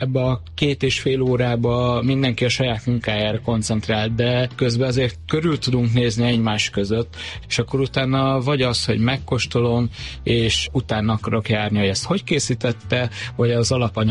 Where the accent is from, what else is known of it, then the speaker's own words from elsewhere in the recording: Lake Balaton, Hungary; moved away as an adult; now in Budapest, Hungary; Balatonról jöttem, én 1,5 éve élek itt Budapesten